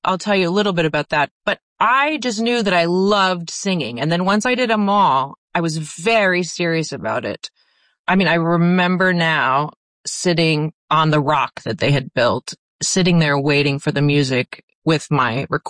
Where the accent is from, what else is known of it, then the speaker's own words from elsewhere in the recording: Pennsylvania, United States; So I grew up on the Pennsylvania side, but Narrowsburg is not too far from Abramsville, where I grew up.